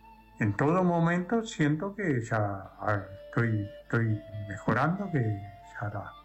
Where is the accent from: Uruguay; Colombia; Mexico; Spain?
Uruguay; Noblía, Cerro Largo; Yo soy de Noblía y le aconsejo a todo aquel que tenga un problema que no encuentra lugar, que venga acá.